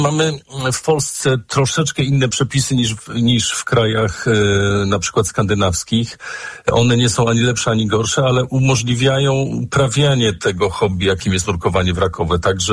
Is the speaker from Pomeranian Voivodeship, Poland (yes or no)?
yes; Gdynia, Pomeranian Voivodeship, Poland; born there; ja mam to szczęście, że urodziłem się w Gdyni